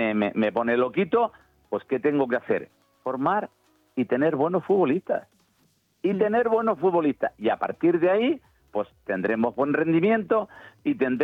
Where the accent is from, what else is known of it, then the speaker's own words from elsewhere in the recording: Icod de los Vinos, Canary Islands, Spain; now in San Sebastián, Spain; Yo venía de San Sebastián y venía de vacaciones a Tenerife, a mi pueblo, a Icó de los Vinos